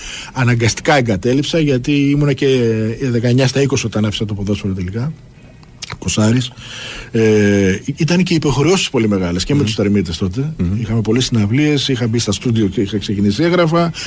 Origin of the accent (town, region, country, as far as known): Piraeus, Attica, Greece; born or raised there